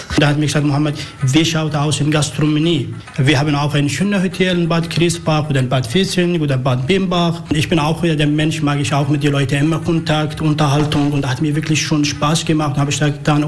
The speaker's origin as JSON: {"language": "German", "town": "Tishrin", "country": "Syria", "second_language": "German", "moved": "yes", "lives_now": "Germany", "said": "Ich komme aus Syrien, geboren in Tischrin, der ist Nordsyrien, Grenze von der Irak."}